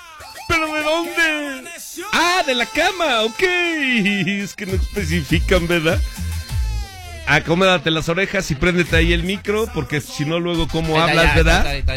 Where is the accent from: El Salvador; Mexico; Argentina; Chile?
Mexico; somos los mexicanos